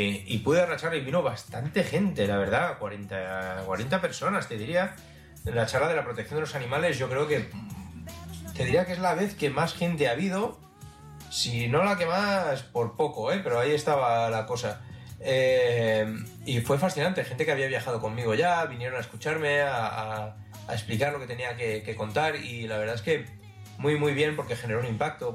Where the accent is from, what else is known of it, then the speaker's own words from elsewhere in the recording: Barcelona, Catalonia, Spain; yo soy de Barcelona